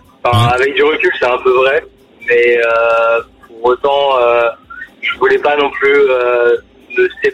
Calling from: Montreuil, Île-de-France, France; Moi je viens de Montreuil, dans le 93 jusqu'à à côté de Paris.

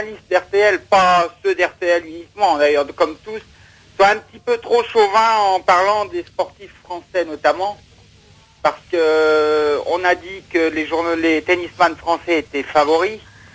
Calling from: Nouvelle-Aquitaine, France; je suis de Charente-Maritime.

